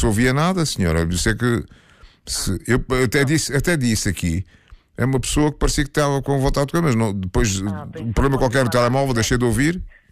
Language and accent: Portuguese; Luanda, Angola; a senhora é de Luanda e eu também.